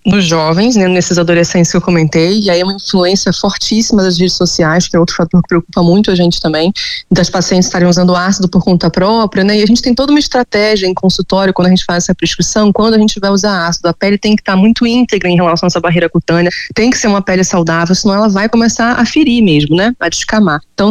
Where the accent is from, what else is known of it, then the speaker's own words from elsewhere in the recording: Rio de Janeiro, Brazil; Eu sou do Rio, mas eu atendo muitos pacientes online